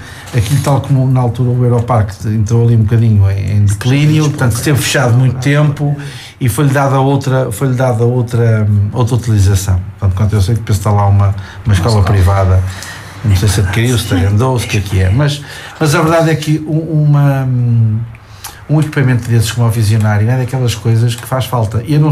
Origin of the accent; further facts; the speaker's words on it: Mozelos, Norte, Portugal; born there; eu que nasci em Moselos